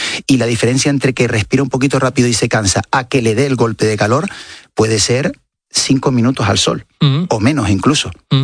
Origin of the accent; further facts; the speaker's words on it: Canary Islands, Spain; now in Madrid, Spain; y yo lo estoy sufriendo ahora mismo aquí en Madrid, vengo de Canarias, que estamos a 26 graditos